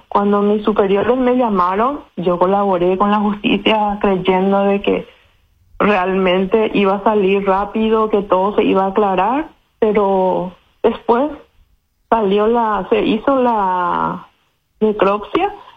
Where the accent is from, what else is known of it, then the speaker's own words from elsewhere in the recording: Carapeguá, Paraguarí, Paraguay; yo soy de Carapeguá en una de las compañías, 21 kilómetros que daba mi casa en aquel entonces de la ciudad.